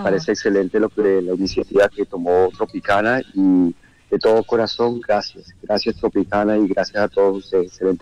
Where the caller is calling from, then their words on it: Australia; Yo estoy en Australia